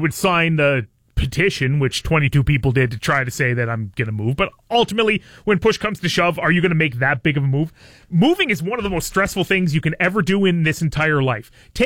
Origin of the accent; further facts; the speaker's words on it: Belle River, Ontario, Canada; also born or lived in Puce; I grew up in Puce, I grew up in Bell River.